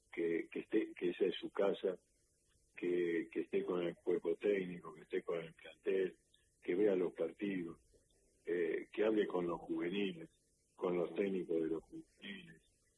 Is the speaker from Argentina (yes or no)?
yes; Buenos Aires, Argentina; nací en el Pirovano, sí, siempre estuve en capital